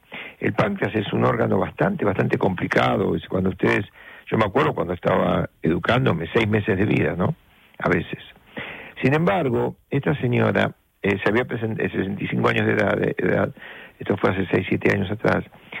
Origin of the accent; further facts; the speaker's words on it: La Plata, Buenos Aires Province, Argentina; born there; moved away; También los de la ciudad de La Plata, ¿por qué no? Donde yo nací, en Argentina.